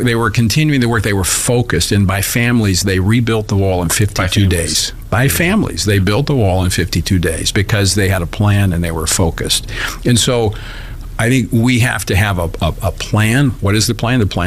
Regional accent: Louisiana, United States

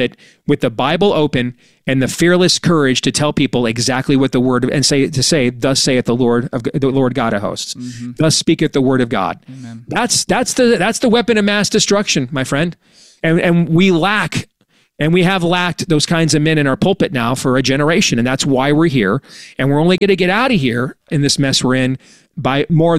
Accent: Iowa, United States; There's a gubernatorial candidate that the Democrats are about to nominate in my home state of Iowa

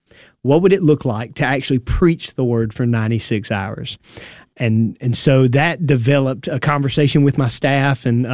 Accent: United States; I grew up in Wayne County and then started pastoring right out of high school.

